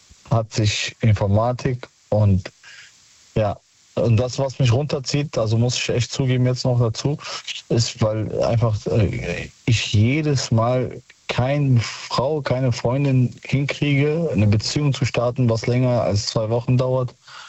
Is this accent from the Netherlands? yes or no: no; Bonn, North Rhine-Westphalia, Germany; Aus Bonn.